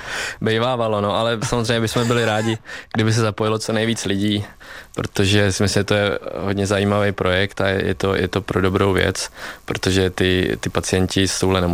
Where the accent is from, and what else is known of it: Vysočina Region, Czechia